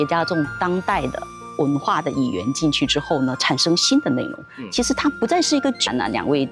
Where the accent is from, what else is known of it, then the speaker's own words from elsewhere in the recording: Quanzhou, Fujian, China; 因为我自己是闽南人，我是泉州人，